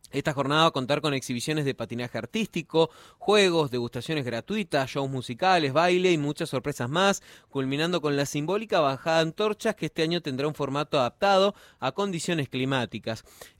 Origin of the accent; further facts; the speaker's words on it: Argentina; sobre todo como argentinos